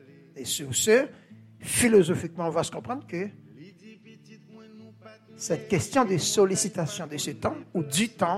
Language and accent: French; Jérémie, Grand'Anse, Haiti; C'est vrai, je viens de Jérémie, la cité des poètes, je sais pas mal faire.